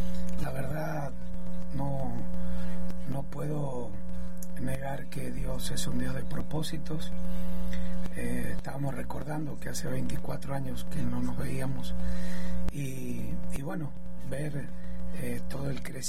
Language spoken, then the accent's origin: Spanish; Argentina; now in Mexico; ahora me acompaña mi esposa Enid, ella de Colombia, yo soy de Argentina, y tenemos hijos mexicanos.